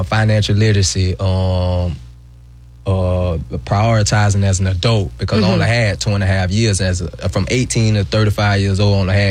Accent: Jacksonville, Florida, United States; I'm definitely from Jacksonville. Duval is my home. From the north side, Cleveland Arms.

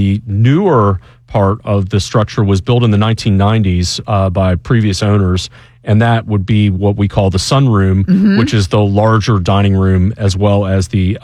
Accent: Midwest, United States; now in Atlanta, United States; I'm from the Midwest originally, but have been in the South now over 30 years.

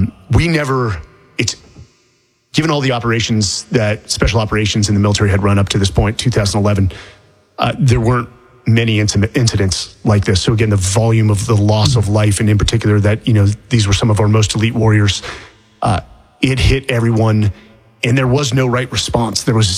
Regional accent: California, United States; you know, I grew up in the Bay Area.

